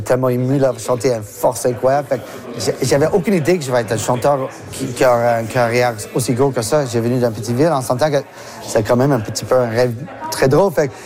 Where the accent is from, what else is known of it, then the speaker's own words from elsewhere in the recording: Hudson, Quebec, Canada; now in Montreal, Canada; quand j'ai grandi à Hudson, qui est un petit ville en extérieur de Montréal, et quand j'ai déménagé à Montréal